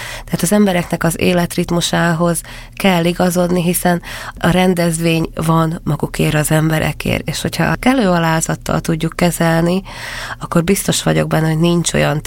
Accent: Berehove, Zakarpattia Oblast, Ukraine; moved away as an adult; now in Hungary; Most már nyugodt szívvel tudom azt mondani, hogy Beregszász örökké az én drága szülőföldem lesz.

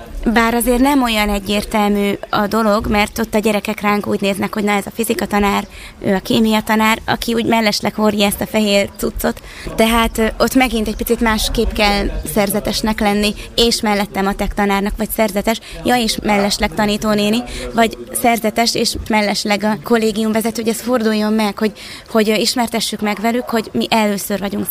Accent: Szombathely, Vas, Hungary; én szombathelyi vagyok

